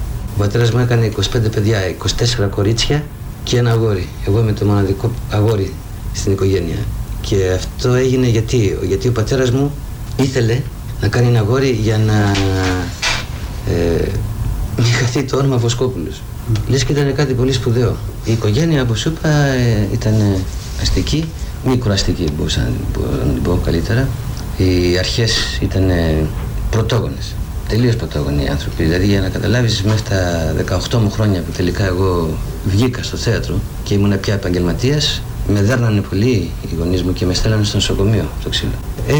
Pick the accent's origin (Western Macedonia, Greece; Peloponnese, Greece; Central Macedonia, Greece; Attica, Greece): Attica, Greece; Korydallos; Έχω μεγαλώσει σε γειτονιά, είμαι κοκκινιώτης, συγκεκριμένα από τον Κορυδαλό και τα παιδικά μου χρόνια τα έχω περάσει πολύ φτωχικά